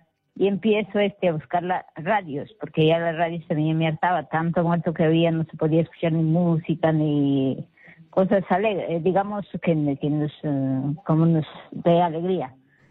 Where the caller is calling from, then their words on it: Lima, Peru; de Puente Piedra.